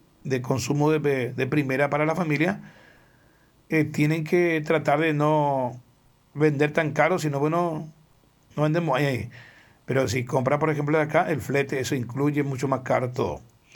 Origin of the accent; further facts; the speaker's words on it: Pilar, Ñeembucú, Paraguay; nosotros que somos acá de Pilar